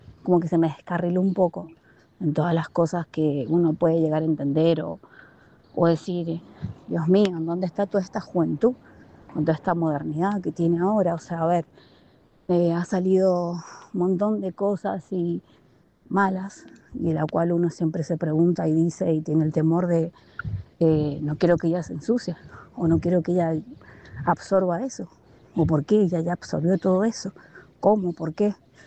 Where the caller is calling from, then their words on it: Guaymallén, Mendoza, Argentina; Bendiciones, siempre lo escucho. … de Guaymallén.